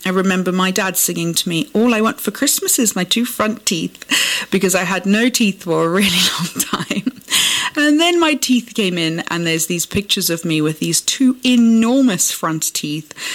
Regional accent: Ceres, Western Cape, South Africa; born there; So we went to a school in Ceres, which was the nearest big town to our farm. And it was completely Afrikaans rather than mixed.

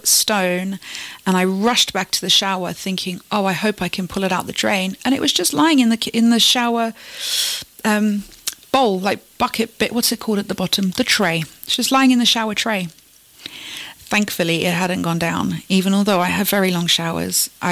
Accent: England, United Kingdom; born there; I was born in England

